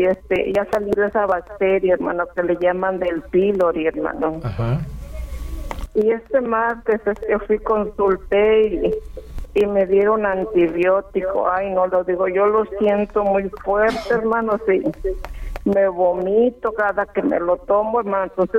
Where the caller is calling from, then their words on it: Guadalupe, Nuevo León, Mexico; De Guadalupe.